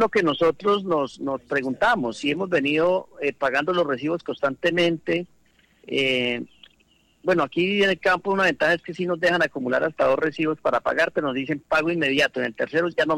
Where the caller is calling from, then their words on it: El Castillo, Meta, Colombia; del municipio del Castillo Meta